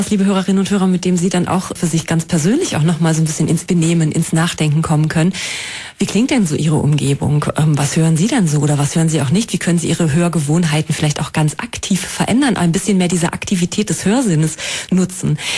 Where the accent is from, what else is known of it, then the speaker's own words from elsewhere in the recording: Halberstadt, Saxony-Anhalt, Germany; Ich weiß das zum Beispiel für meine Heimatstadt Halberstadt, dass da die Glocken in ihrem Zusammenspiel eine ganz eigene Tonalität entwickeln.